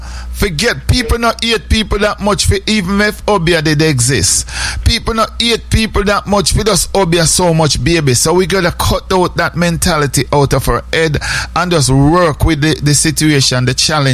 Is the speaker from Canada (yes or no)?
no; Jamaica; we grew up in Jamaica where whenever somebody, we call them mad, we not call them retarded or a idiot.